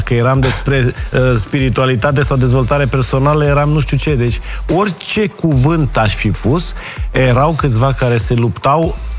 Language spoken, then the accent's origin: Romanian; Romania